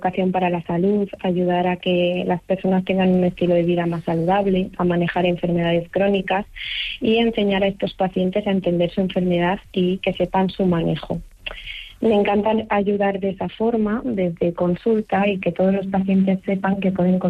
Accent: León, Castile and León, Spain; now in Ibiza, Spain

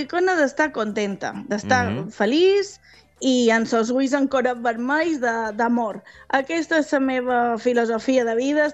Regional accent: Magaluf, Balearic Islands, Spain; Jo vaig visc a Magaluf des dels 3 anys, o sigui, tota la vida d'aquí, i el meu fill ha nascut aquí i tots som de Magaluf, però a més tots ho reivindicam molt.

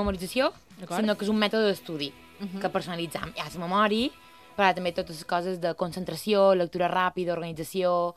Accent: Balearic Islands, Spain; I li vaig dir, tu d'on ets? Em diu, de Mallorca. Jo també?

